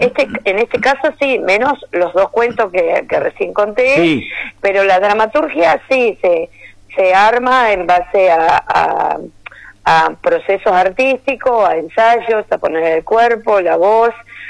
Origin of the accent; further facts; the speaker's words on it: Coronel Pringles, Buenos Aires Province, Argentina; soy de Pringles y muchas veces es difícil cursar presencial, uno tiene que irse a vivir a Buenos Aires.